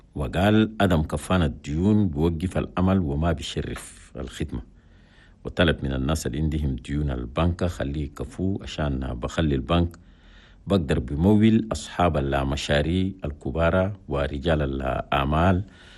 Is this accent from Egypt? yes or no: no; Chad; في بلدنا تشاد